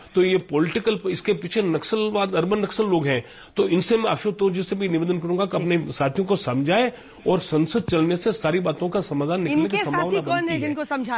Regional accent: Udaipur, Rajasthan, India; now in Bengaluru, India; मैं कर्नाटक से हूँ और उदयपुर का हूँ, मूल उदयपुर का हूँ, वैसे कर्नाटक से हूँ।

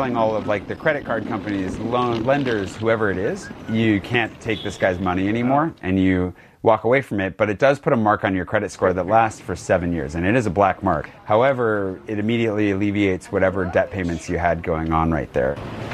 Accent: Pullman, Washington, United States; moved away as an adult; now in Paris, France; I grew up in Pullman, Washington, a university town in eastern Washington so close to Idaho that you could hit it with a potato. The downside was that there was nothing to do except party and drink, which is unfortunately what the town is known for

